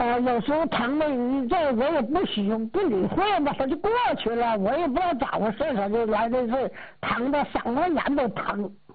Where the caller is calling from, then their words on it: Changchun, Jilin, China; 我是长春的。